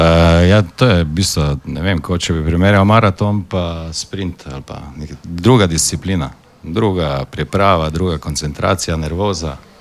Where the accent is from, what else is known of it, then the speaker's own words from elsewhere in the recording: Pesnica, Drava, Slovenia; moved away; takrat jaz sem živel v Jurjo, sem iz Jurjo v pesnici